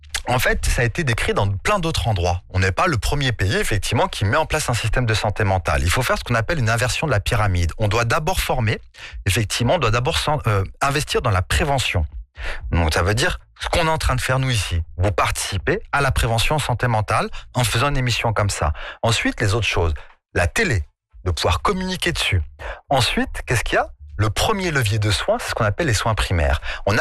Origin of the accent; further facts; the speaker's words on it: Morocco; Vous allez vous dire que je suis suisse, mais non, je suis marocain, un maghrébi